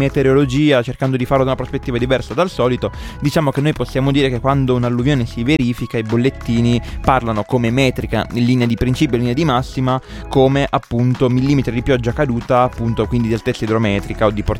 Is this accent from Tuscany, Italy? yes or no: no; Campania, Italy; born there; accent: Neapolitan; abbiamo detto con due pronunce napoletane terribili, cioè siamo entrambi originari più o meno della zona, abbiamo usato entrambi due pronunce terrificanti